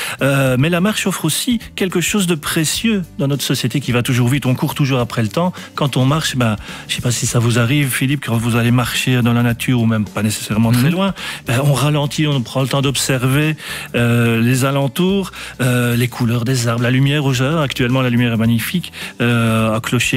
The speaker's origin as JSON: {"language": "French", "country": "Belgium", "said": "chez nous, en Wallonie, à Bruxelles, ce n'est pas les endroits qui manquent"}